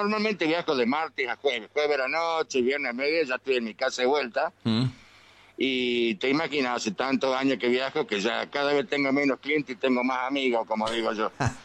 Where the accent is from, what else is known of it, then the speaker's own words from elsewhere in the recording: Tucumán, Argentina; now in Salta, Argentina; Yo soy tucumano, pero hace 54 años que vivo en Salta.